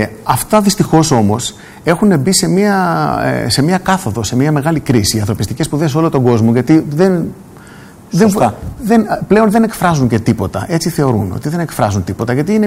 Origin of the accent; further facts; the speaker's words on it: Greece; είμαι Έλληνας.